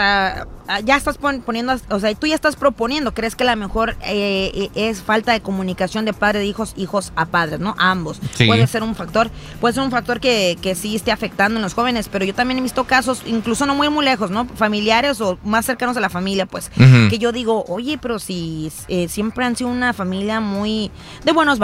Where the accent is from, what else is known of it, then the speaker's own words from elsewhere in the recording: Mexico; now in United States; En México, por ejemplo, a lo mejor, pues yo crecí en México, mi hijo está creciendo en este país